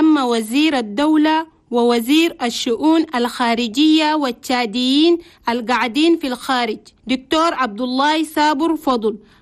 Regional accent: Chad

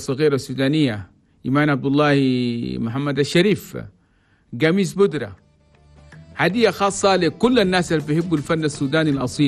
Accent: Chad; ودي الأغاني اللي ندوروها في بلدنا تشات

